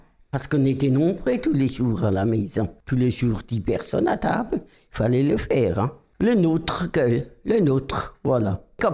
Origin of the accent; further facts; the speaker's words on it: France; born there; Je suis née à Tourtonne-Saint-Jean-de-Colle.